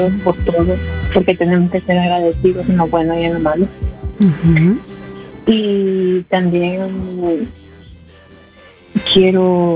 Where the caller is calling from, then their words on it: Virginia, United States; llamo de aquí de Virginia.